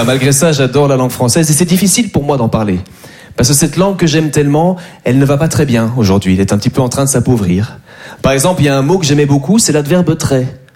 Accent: Belgium; Moi j'adore les Français, même si je suis belge.

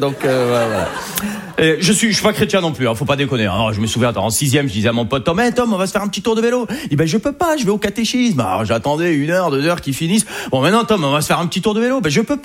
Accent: Algeria; Je suis algérien.

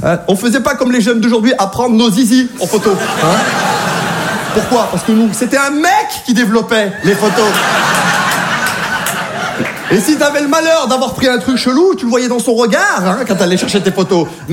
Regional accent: Saint-Étienne, Auvergne-Rhône-Alpes, France; En plus, quand j'ai grandi à Saint-Étienne, je parais pas, mais je suis né en 1980, ok?

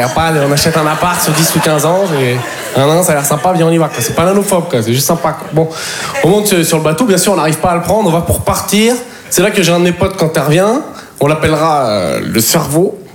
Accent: Poitiers, Nouvelle-Aquitaine, France; Savoir que moi, en plus, je viens de Poitiers. Donc, faut s'occuper. Tu peux pas aller au Futuroscope 5 fois par semaine

